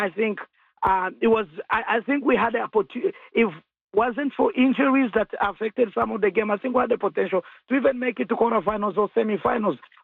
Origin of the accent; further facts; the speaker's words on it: DR Congo; now in Canada; my home country, the DRC, Republic of Democratic of Congo.